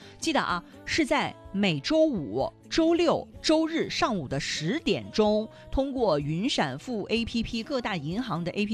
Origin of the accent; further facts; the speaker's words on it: Hunan, China; 咱们湖南人的运动福利来了啊！